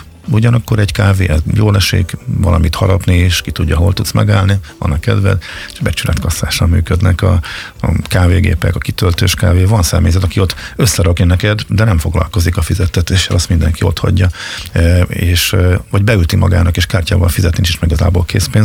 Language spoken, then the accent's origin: Hungarian; Zalaegerszeg, Zala, Hungary; A Göcsében igen, ez a Zalaegerszegen nőttem föl